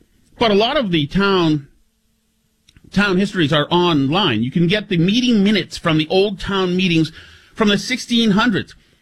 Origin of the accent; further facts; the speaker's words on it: Winchester, Massachusetts, United States; I grew up in Winchester, Mass., home of the Winchester Sachems.